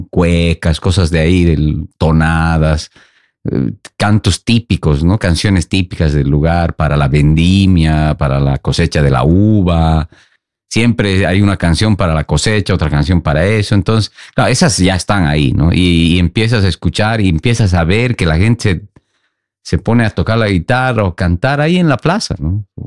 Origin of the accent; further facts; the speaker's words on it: Sucre, Chuquisaca, Bolivia; moved away; also born or lived in Camargo, Bolivia; yo soy de Sucre, es una ciudad al centro de Bolivia, ¿no? Pero también me he criado en la infancia mucho en el un poco más al sur, en un pueblo donde es mi madre, que se llama Camargo, que es un pueblito donde se cultiva uva, se hace vino, singani.